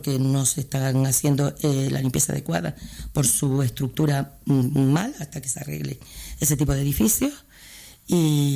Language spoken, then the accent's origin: Spanish; Santa Brígida, Canary Islands, Spain; soy de Santa Brígida, lógicamente.